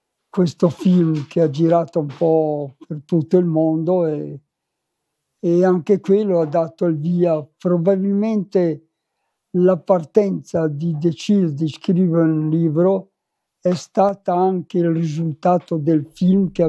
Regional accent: Castello di Fiemme, Trentino-Alto Adige, Italy; vengo da Castel di Fieme nel Trentino.

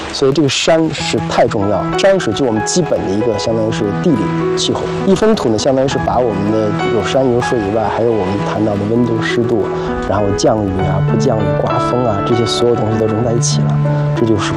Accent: Ningxia, China; 在我的家乡宁夏平原呢

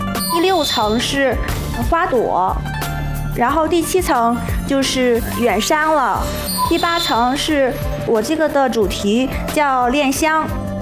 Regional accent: Hebei, China; 我们共同的家乡河北

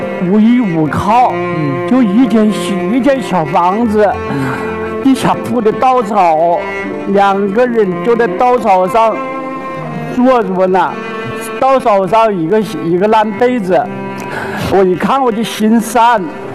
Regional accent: Huangpi, Hubei, China; moved away as an adult; now in Yinchuan, China; 我的老家湖北黄陂。

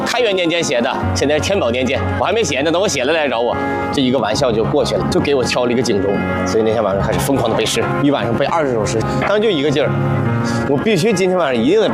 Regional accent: Tangshan, Hebei, China; 我家乡唐山

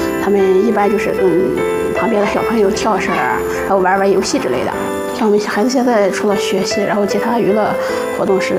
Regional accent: China; 我们老家在通化镇海外村，然后由于老家离孩子上学的地方比较远，然后就在附近租了个房子，然后我现在是在陪读看孩子上学

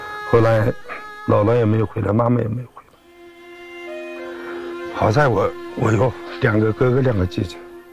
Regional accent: Inner Mongolia, China; born there; 我70年出生在巴尔虎草原，76年初我母亲就去世了。

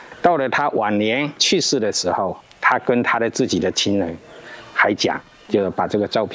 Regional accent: Fujian, China; moved away as an adult; now in Henan, China; 我们福建就农村里面的

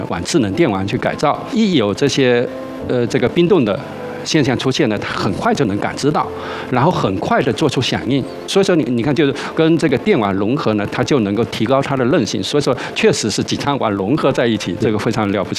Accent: China

